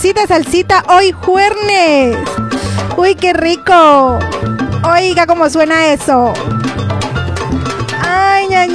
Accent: Colombia

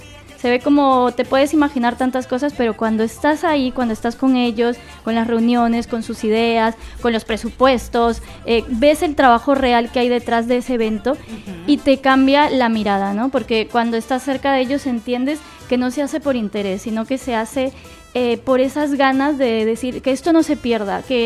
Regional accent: Peru; moved away; Yo soy de Perú

